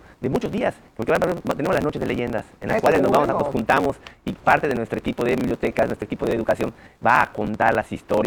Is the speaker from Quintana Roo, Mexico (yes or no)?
no; Yucatán, Mexico; rescatar quiénes somos como mexicanos, como yucatecos